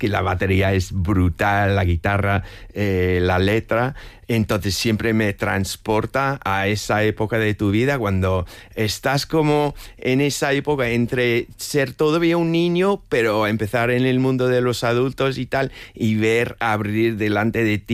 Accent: United Kingdom; Pues mira, yo soy el típico británico que mi infancia fue marcada por las vacaciones familiares en España

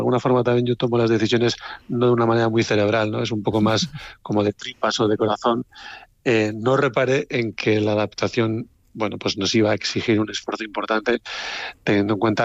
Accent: Leioa, Basque Country, Spain; siendo como soy de Leioa, de un pueblo vizcaíno que está muy cerca de la costa

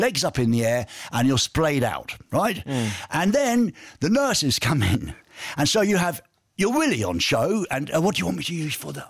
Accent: England, United Kingdom; Well, I said, don't bother giving me any stuff. You know, I'm an Englishman. I can take it.

